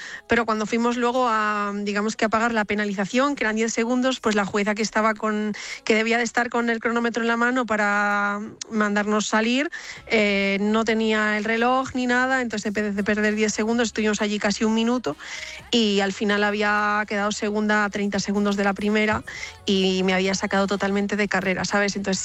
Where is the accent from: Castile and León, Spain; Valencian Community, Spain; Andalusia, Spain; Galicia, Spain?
Galicia, Spain; Vigo; ya que aunque yo soy de Vigo, Pontevedra es la ciudad donde empecé a practicar deporte con el atletismo cuando tenía 10 años.